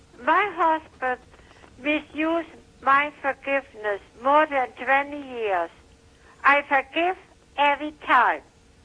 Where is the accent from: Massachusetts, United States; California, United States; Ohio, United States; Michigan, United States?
Ohio, United States; I come from Ohio.